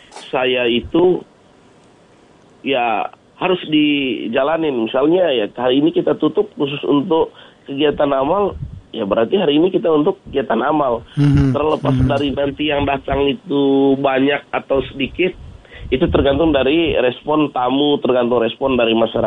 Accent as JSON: {"language": "Indonesian", "region": "East Nusa Tenggara", "country": "Indonesia"}